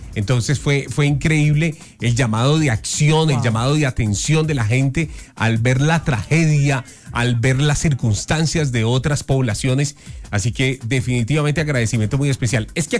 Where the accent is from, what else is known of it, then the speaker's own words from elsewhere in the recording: Colombia; estábamos unidos como colombianos.